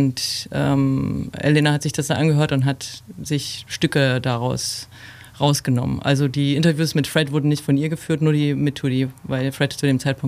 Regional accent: Saxony, Germany; now in Berlin, Germany; also jetzt wohne ich in Berlin, aber ich bin eigentlich aus dem Erzgebirge, aus einer Kleinstadt.

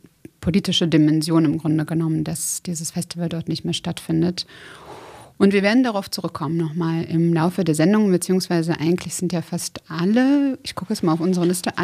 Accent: Novi Sad, Vojvodina, Serbia; Ich war erst vor knapp 10 Tagen da, Novi Sad, meine Heimatstadt.

